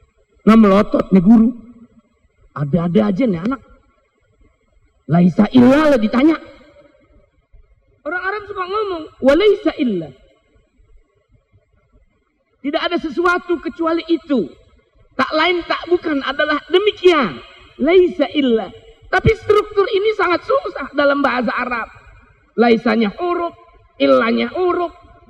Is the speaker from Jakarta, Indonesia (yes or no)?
yes; Matraman, Jakarta, Indonesia; Sebab saya dari Matraman menikah kepada orang yang masih dekat dengan bilangan daerah ini. Saya menikah ke Cakung.